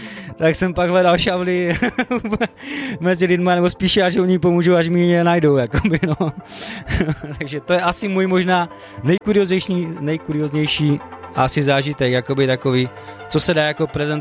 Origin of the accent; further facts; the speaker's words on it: Bohumín, Moravian-Silesian Region, Czechia; pocházím z Bohumína